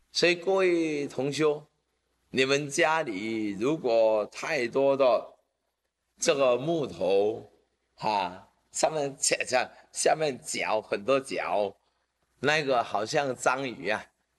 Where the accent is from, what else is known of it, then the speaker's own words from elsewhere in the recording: Taiwan; 我们台湾人